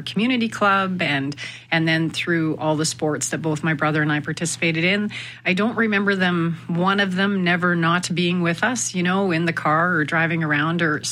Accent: Winnipeg, Manitoba, Canada; Oh, I was born and raised in Winnipeg. So St. James, and you know, my father worked for Manitoba Hydro. So as a young person, we spent some time up north

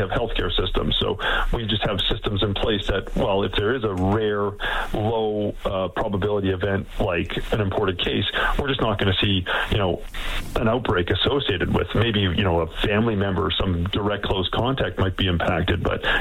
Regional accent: Calgary, Alberta, Canada; I'm also going to add, I'm also an Albertan. I'm from Calgary.

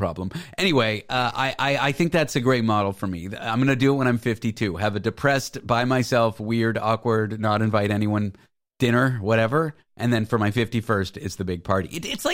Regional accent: Toronto, Ontario, Canada; I grew up in Toronto going to the Sky Dome.

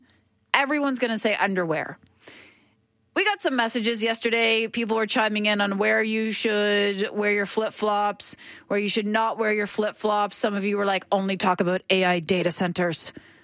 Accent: Ontario, Canada; moved away; Maybe it's because I grew up in Ontario.

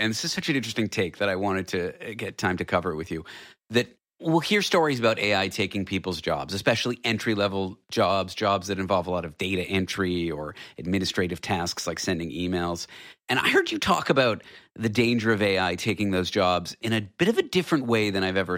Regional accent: Canada

